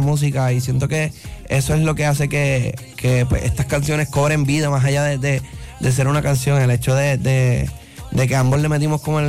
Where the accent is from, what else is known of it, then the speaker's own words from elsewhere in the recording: Puerto Rico; porque yo soy de Puerto Rico.